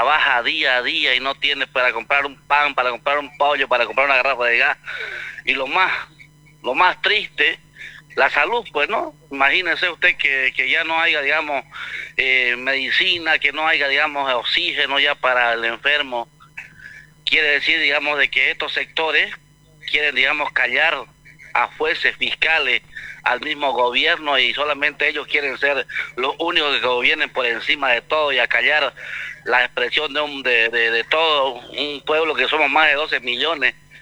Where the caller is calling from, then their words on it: Bolivia; Somos bolivianos, digo yo, y entre bolivianos no podemos estar peleando